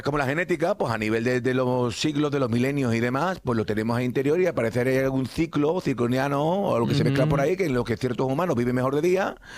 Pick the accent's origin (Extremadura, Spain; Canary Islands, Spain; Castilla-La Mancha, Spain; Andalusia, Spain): Extremadura, Spain; Torrejoncillo; accent: Extremaduran; ya que soy de Torrejoncillo, tengo una rama muy importante de portaje.